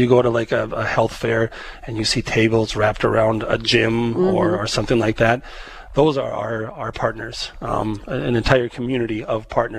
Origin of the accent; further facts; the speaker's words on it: Arthur, North Dakota, United States; And I'm local. I grew up out in the Arthur area.